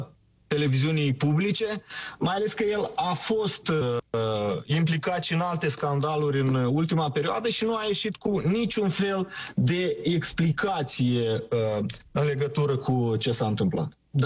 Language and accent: Romanian; Moldova; pentru noi ca cetățeni ai Republicii Moldova, ca români din Republica Moldova